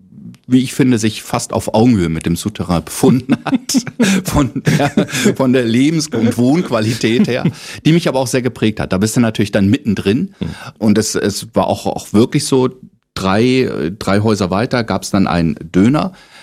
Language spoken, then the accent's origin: German; Lower Saxony, Germany; now in Berlin, Germany; ich als Niedersachse, der ja eigentlich ein fast perfektes Hochdeutsch spricht